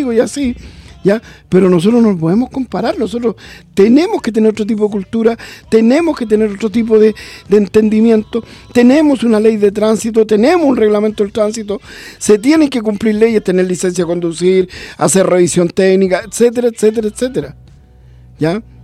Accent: Chile

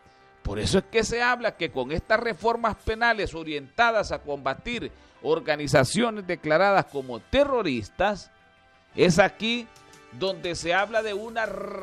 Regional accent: Honduras; nosotros, como hondureños

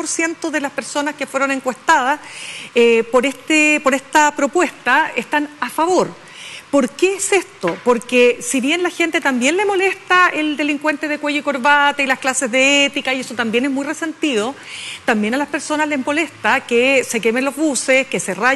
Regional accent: Venezuela; Pero ¿a dónde me voy si soy venezolano? Es que yo todavía no lo entiendo.

